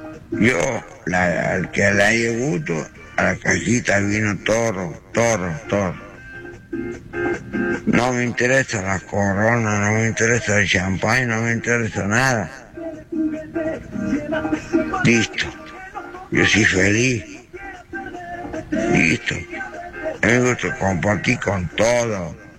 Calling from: Catamarca, Argentina; soy de acá de Catamarca.

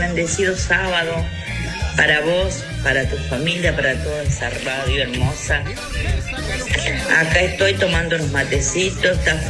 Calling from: Argentina; pinta estar un día lindo acá en la Boulaye. … de la Boulaye

